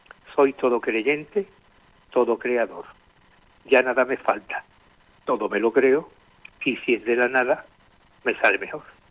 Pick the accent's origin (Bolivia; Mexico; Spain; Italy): Spain; Andalusia; Yo soy andaluz y no tengo que estar reafirmándome.